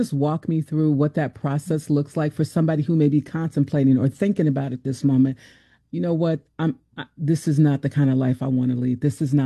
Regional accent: the South, United States; I grew up in the South.

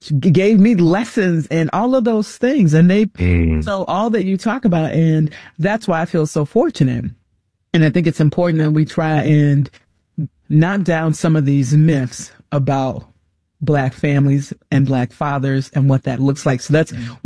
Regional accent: Mississippi, United States; So, and I'm originally from Mississippi.

